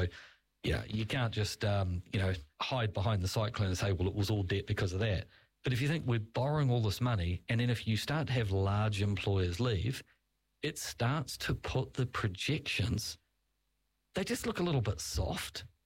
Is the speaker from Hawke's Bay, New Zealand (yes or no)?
yes; Clive, Hawke's Bay, New Zealand; I mean, as a child, I was born in Clive, Whakatū. I grew up at a place called the Prickle Patch, which is on the corner heading to Clive.